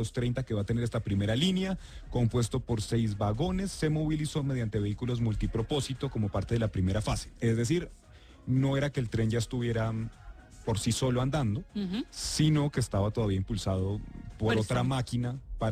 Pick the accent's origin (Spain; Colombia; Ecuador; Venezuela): Colombia; Bogotá; Pues a mí sí me parece, como bogotano, espectacular después de tantos años. Es que desde que yo soy muy chiquito se está hablando